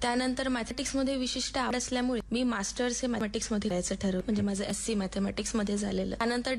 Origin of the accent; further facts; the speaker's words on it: Bhadravati, Maharashtra, India; moved away as an adult; तर माझं मूळ गाव आहे भद्रावती. मी भद्रावतीची आहे प्रॉपर, परंतु आता लग्नानंतर माझं राहणं हे पुरला आहे.